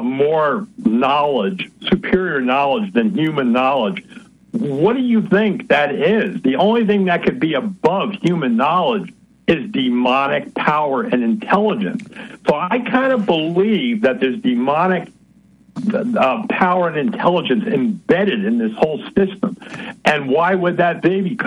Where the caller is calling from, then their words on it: New York, United States; in New York.